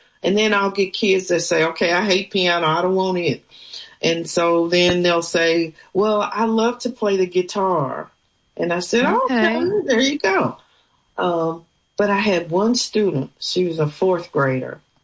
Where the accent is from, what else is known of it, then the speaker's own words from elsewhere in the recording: Alexandria, United States; It's been very interesting because Alexandria is my hometown. I came back here after 20 years of living in a 8 million metropolis area.